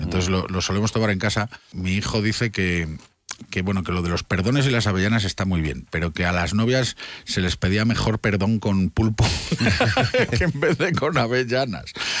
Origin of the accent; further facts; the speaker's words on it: León, Castile and León, Spain; A ver, los que somos de León, pues lo sabemos.